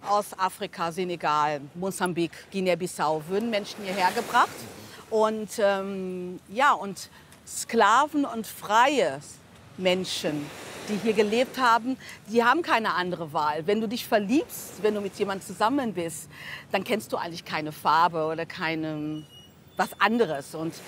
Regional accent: São Vicente, Cape Verde; German is a second language; São Vicente, ja, meine Heimat.

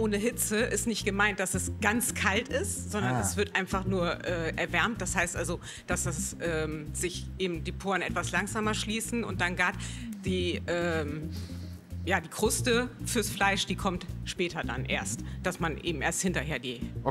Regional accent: Oldenburg, Lower Saxony, Germany; Aus Oldenburg.

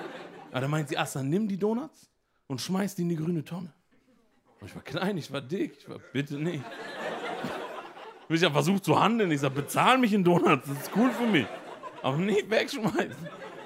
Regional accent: Emden, Lower Saxony, Germany; born or raised there

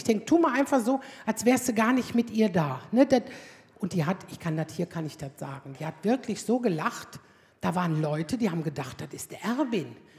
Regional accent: Aldekerk, North Rhine-Westphalia, Germany; ich komme aus Aldekerk.

